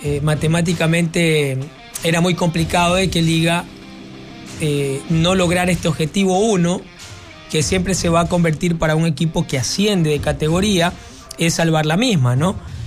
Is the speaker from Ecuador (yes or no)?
yes; Portoviejo, Manabí, Ecuador; somos de acá, no, don Ítalo, somos de Puerto Viejo.